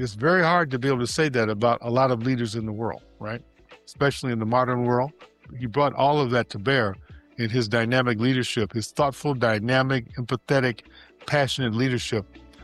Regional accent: Chicago, Illinois, United States; I'm from Chicago, and of course, he was a senator from Illinois, right?

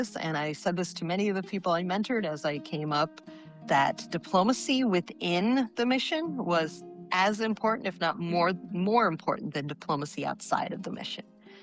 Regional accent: Midwest, United States; Growing up in the Midwest, not very exciting, surrounded by cornfields, not very cosmopolitan.

